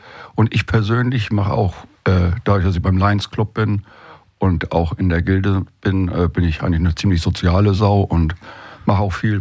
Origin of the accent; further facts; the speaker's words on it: Neumünster, Schleswig-Holstein, Germany; Ich bin eingeborener Neumünsteraner. Ich bin im Sachsenring auf der Couch geboren. Also meine beiden Schwestern und ich waren Hausgeburten.